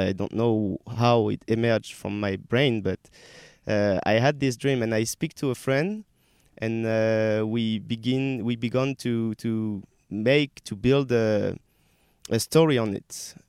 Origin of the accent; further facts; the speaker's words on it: France; English is a second language; I'm not from South Africa, I'm from France.